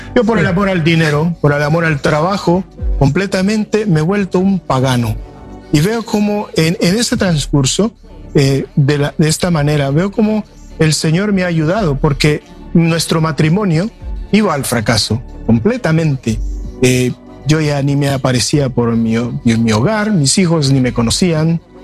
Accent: Nicaragua; moved away as an adult; Somos nicaragüense

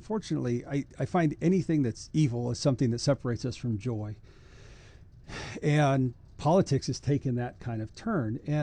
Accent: Idaho, United States; And I would say actually being an American is part of my identity. Being from Idaho is part of my identity.

